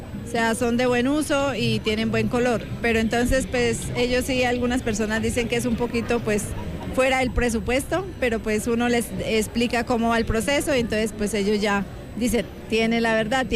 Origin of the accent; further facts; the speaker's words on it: Guacamayas, Boyacá, Colombia; vengo desde el municipio de Guacamayas, Boyacá.